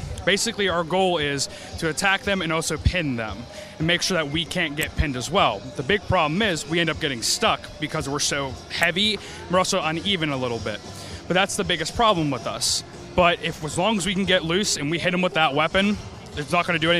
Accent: Southmoreland, Pennsylvania, United States; I'm from Southmoreland.

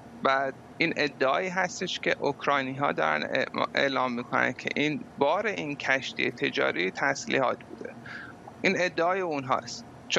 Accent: Iran; moved away; من به عنوان یک ایرانی ها اتفاقا در یک کشور غربی نشستم

